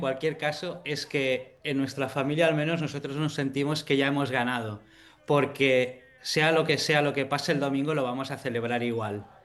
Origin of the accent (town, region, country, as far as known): Spain